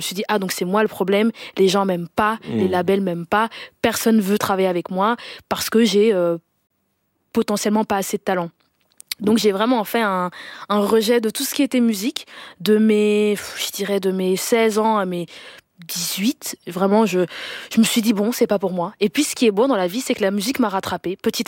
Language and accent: French; Denderleeuw, Flanders, Belgium; born or raised there